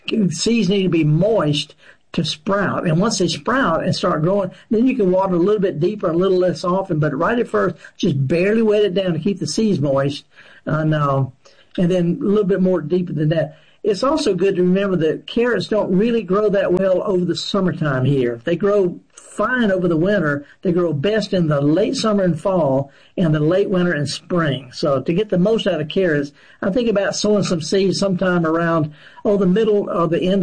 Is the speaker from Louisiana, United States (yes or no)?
yes; Baton Rouge, Louisiana, United States; He's from my hometown in Baton Rouge.